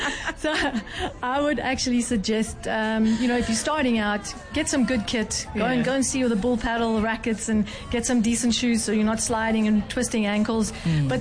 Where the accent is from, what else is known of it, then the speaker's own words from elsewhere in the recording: Cape Town, Western Cape, South Africa; Okay, so obviously I'm from Cape Town. Not too many Cape Townians made the event